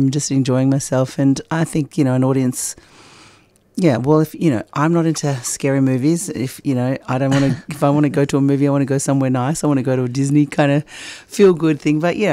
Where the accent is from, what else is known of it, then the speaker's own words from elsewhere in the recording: Hay, New South Wales, Australia; I'm from Hay, New South Wales.